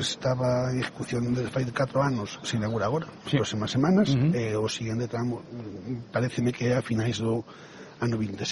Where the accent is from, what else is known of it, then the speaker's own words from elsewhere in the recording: A Estrada, Galicia, Spain; Bueno, eu como estradense creo que a sidra probablemente estuvo aletargada durante moitos anos.